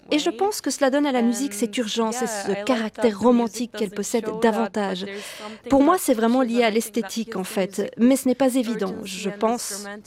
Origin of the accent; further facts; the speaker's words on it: Turkey; accent: Turkish; first language Turkish; French is a second language; moved away; mon accent turc